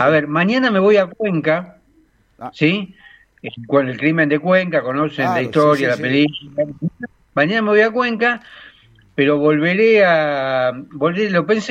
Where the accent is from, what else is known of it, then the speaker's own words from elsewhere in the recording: Argentina; Entonces les comento que soy argentina.